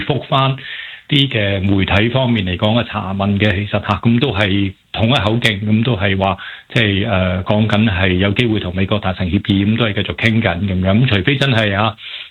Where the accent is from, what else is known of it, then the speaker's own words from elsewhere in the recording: Hong Kong; 咁我哋香港人梗系讲翻国泰啦